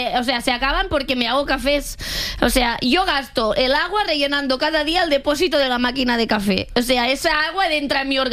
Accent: Catalonia, Spain

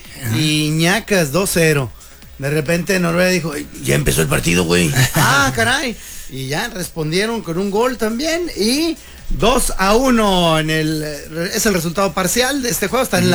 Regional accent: Mexico; mexicanote hasta las cachas.

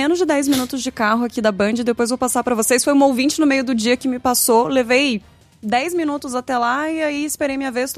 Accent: Curitiba, Paraná, Brazil; eu sou de Curitiba, tá? Gente. Eu não sei falar os nomes das UBSs, eu não sei falar os nomes das ruas.

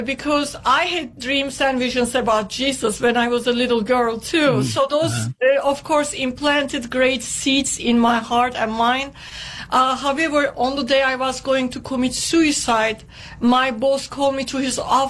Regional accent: Istanbul, Turkey; I was born in Istanbul, Turkey, in a devout Muslim home. I had devout Muslims, secular Muslims, and radical Sharia law-believing Muslims in my family.

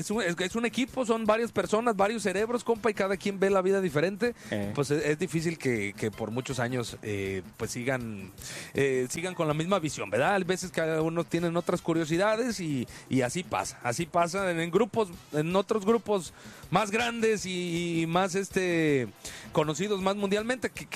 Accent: Michoacán, Mexico; Soy michoacano, tonto, y me gusta.

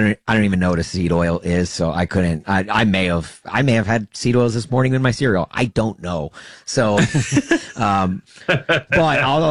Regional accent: Tennessee, United States; If look, my hometown team, the Tennessee Titans, we know you need all the help you can get. And I'm here to do it, baby. Sign the hometown kid, and let's

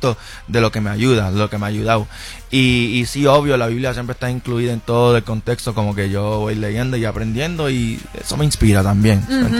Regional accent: Puerto Rico; Yo soy de Puerto Rico, yo fui desde chiquita escribiendo canciones

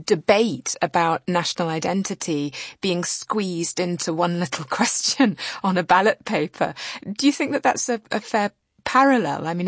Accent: United Kingdom; as a British person, you know, reading your long form essay on this in the New Yorker, I had strong feelings of déjà vu.

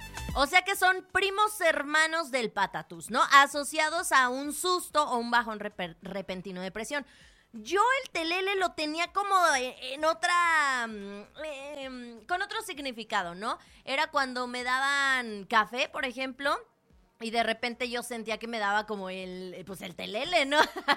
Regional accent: Mexico; Soy, pues, como una mexicana. Hermosa, preciosa, divina.

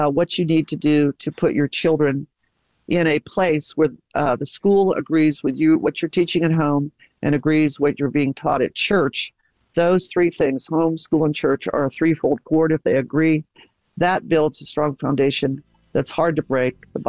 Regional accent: Massachusetts, United States; born there; I have a hard time saying R-O-O-F because I was born in Massachusetts.

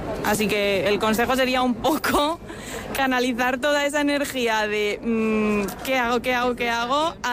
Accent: Madrid, Community of Madrid, Spain; Porque, madre mía, y yo soy de Madrid y es que veo que no voy a tener casa

